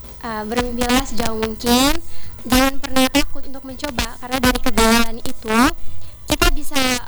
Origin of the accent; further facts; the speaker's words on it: East Nusa Tenggara, Indonesia; Karena kita anak NTT